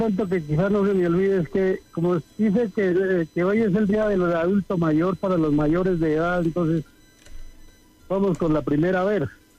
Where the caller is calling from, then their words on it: Sora, Boyacá, Colombia; somos de Sora. Es en Sora.